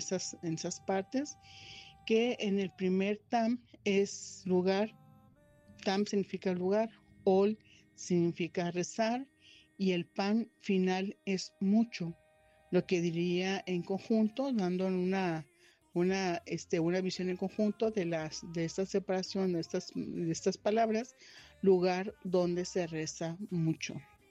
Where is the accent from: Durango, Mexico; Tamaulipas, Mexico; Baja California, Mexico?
Tamaulipas, Mexico; ese orgullo que nos da a todos los tamaulipecos, es decir, yo soy de Tamaulipas, mucha honra, con mucho orgullo.